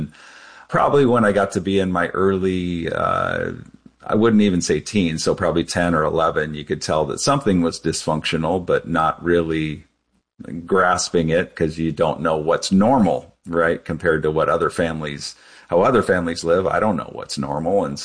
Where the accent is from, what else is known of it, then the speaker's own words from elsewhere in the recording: New Orleans, Louisiana, United States; born there; And so he moved us there and that's where I was born. I was born in New Orleans. And then we were only there for a year or two.